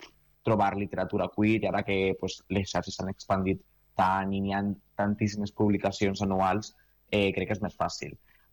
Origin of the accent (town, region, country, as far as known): Vila-real, Valencian Community, Spain